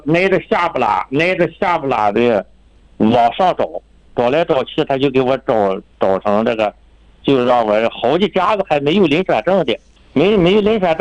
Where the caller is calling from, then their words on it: Chifeng, Inner Mongolia, China; 我是赤峰市，翁牛特旗的